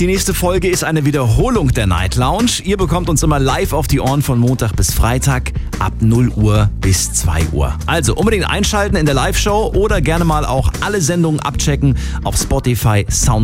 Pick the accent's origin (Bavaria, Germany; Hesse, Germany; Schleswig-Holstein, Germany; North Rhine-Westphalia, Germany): Hesse, Germany; Frankfurt; Außerdem bin ich in Frankfurt groß geworden und in Frankfurt erlebst du alles.